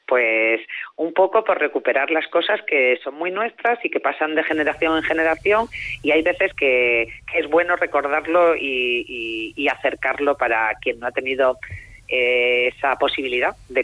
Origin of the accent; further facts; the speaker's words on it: La Rioja, Spain; como somos los riojanos